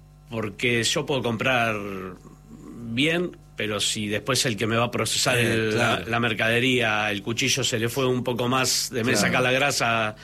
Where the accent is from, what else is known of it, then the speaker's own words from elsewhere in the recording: Argentina; Y porque somos argentinos.